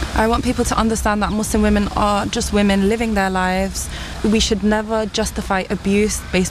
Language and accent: English; London, United Kingdom; born or raised there